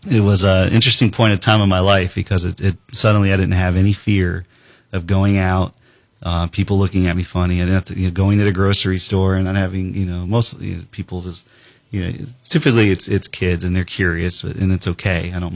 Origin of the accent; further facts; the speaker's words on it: Florida, United States; growing up in Florida